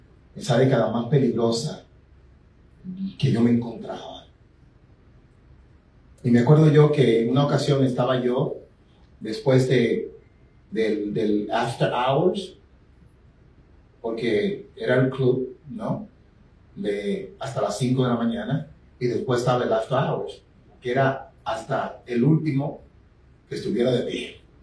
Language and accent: Spanish; Dominican Republic; siendo dominicano